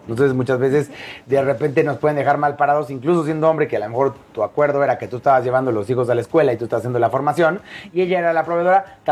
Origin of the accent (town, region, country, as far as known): Mexico